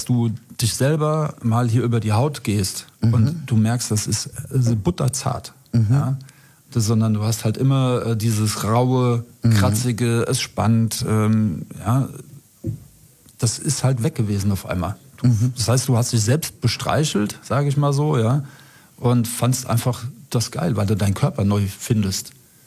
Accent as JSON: {"language": "German", "town": "Frankfurt", "region": "Hesse", "country": "Germany", "tie": "born there", "said": "Aber die Stadt Frankfurt ist halt mein Geburtsort. Ich bin geboren in Fechenheim."}